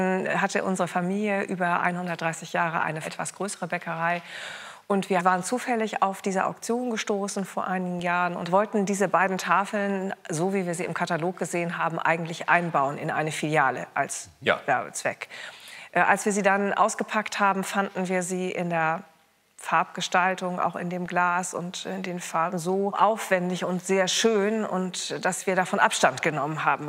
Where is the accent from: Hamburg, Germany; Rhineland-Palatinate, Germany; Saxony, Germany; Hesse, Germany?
Hamburg, Germany; Ich komme aus Hamburg, die Luft soll ja auch etwas feuchter dort sein.